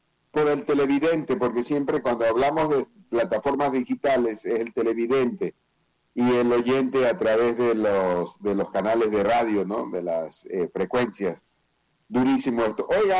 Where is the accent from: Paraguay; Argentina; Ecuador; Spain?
Ecuador; yo voy a estar tranquilo acá en mi país, con mi familia.